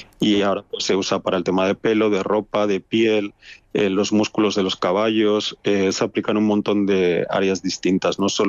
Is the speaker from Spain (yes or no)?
yes; Madrid, Community of Madrid, Spain; Entonces, yo soy de Madrid y acabé en San Francisco trabajando en Pixar y en Nueva York en Blue Sky.